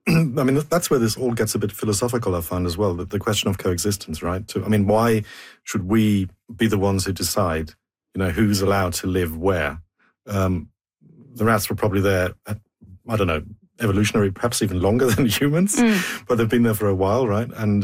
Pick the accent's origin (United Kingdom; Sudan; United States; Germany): Germany; born or raised there; English is a second language